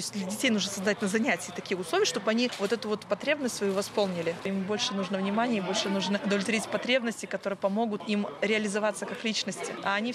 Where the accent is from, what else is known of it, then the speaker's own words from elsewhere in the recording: Grodno, Grodno Region, Belarus; я из Гродно, работаю педагогом-психологом в детском саду.